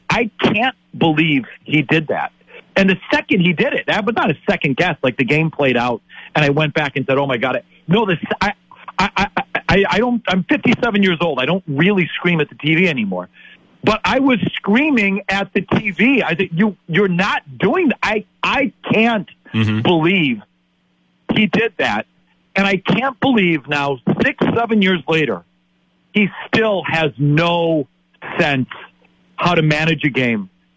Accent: Milwaukee, Wisconsin, United States; moved away; I'm from Wisconsin. I'm from Milwaukee.

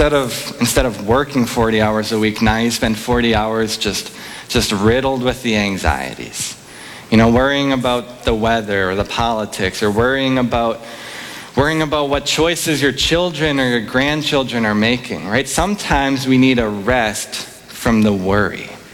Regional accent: Wausau, Wisconsin, United States; And so obviously we went to my hometown, Wausau.

